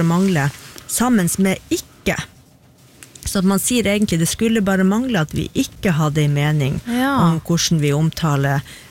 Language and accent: Norwegian; Narvik, Nordland, Norway; Jeg er jo fra Narvik og kjenner til avisen Fremover og alt.